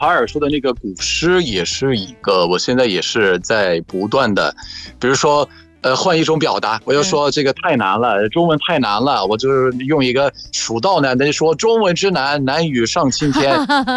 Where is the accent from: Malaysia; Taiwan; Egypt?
Egypt; Chinese is a second language; ，我是来自埃及的